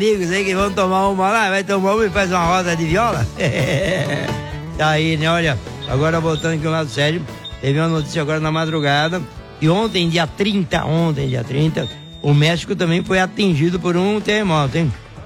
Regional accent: Urânia, São Paulo, Brazil; Opa, trucão … sou de Urânia. E aí … você tá bom? São Paulo.

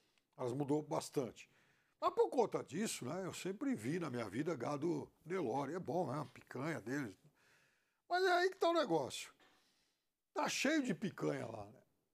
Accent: Araçatuba, São Paulo, Brazil; eu nasci em Araçatuba, e Araçatuba antigamente era conhecida como a terra do boi gordo e tal, né?

